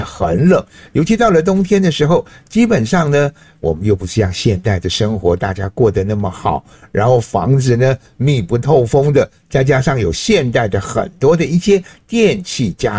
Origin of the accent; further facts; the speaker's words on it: Nanzhuang, Miaoli County, Taiwan; 我小时候我住在那个苗栗县南庄乡八卡山部落我老家的时候